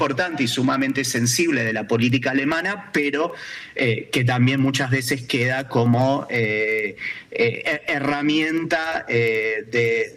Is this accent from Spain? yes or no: no; Argentina; now in Germany; yo acá lo siento como argentino